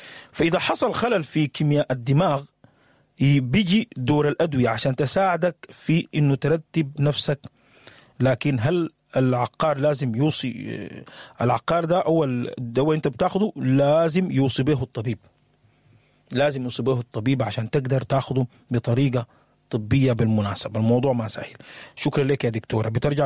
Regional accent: Sudan; أضاف لينا كسودانيين، يعني هناك كانت شوية فيها نوع من المرونة، لكن دي خاصة بينا جدا جدا

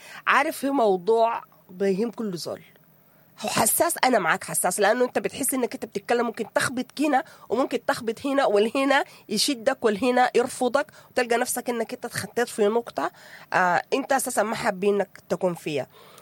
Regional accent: Sudan; أنا من السودان.

